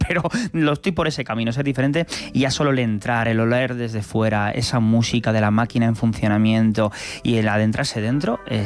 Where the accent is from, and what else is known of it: Tizneros, Castile and León, Spain